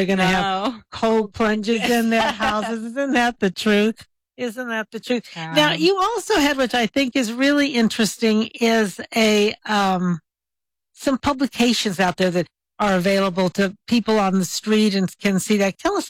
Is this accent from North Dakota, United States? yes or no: no; Albuquerque, New Mexico, United States; because I grew up here in Albuquerque.